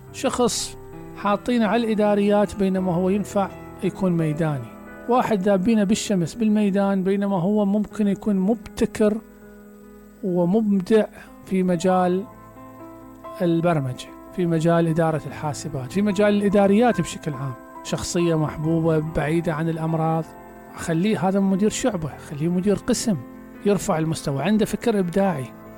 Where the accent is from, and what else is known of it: Basra Governorate, Iraq